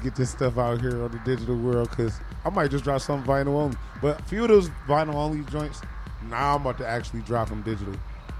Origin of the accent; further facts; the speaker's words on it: Detroit, Michigan, United States; Even though I'm from Detroit, Damon's.